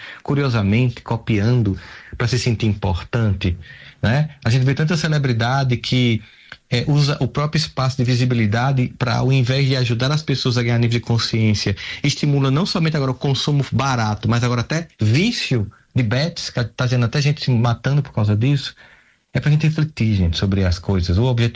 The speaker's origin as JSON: {"language": "Portuguese", "town": "Campina Grande", "region": "Paraíba", "country": "Brazil"}